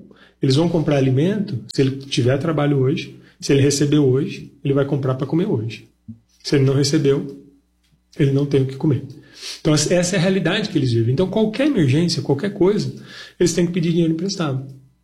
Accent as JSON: {"language": "Portuguese", "country": "Brazil"}